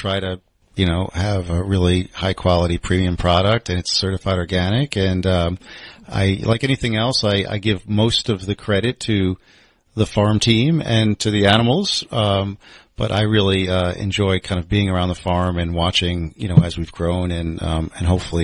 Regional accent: New York City, New York, United States; moved away as an adult; now in Ghent, New York, United States; I grew up in Brooklyn, never did any farming, and came up here

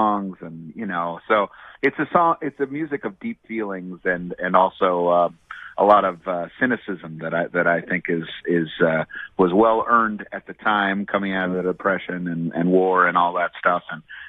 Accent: United States; because I'm an American.

